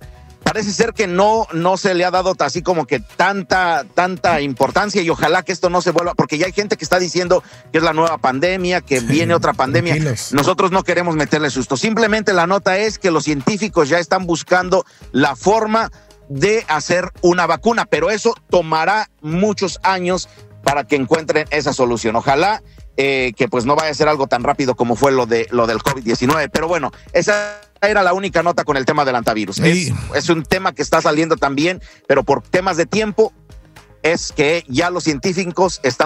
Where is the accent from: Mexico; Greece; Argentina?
Mexico; now in United States; nosotros los mexicanos que vivimos dentro de los Estados Unidos